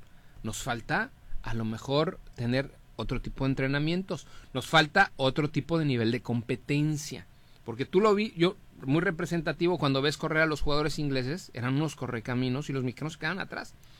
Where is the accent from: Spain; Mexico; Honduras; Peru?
Mexico; muy propia, por ejemplo, de nuestra genética como mexicanos.